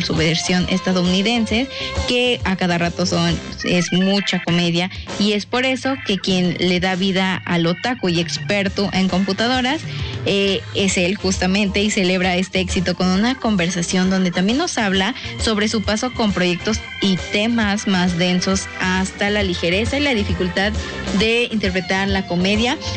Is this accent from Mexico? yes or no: yes; Mexico; siendo mexicanos